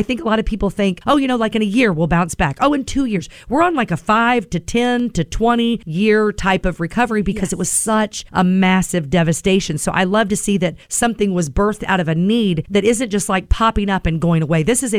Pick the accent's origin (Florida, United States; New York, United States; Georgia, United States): Florida, United States; now in Waynesville, United States; because I'm from Florida. And so and live in Waynesville.